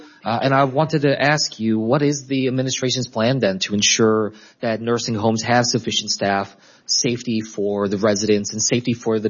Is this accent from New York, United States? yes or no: no; New Jersey, United States; it's something affecting my home state of New Jersey.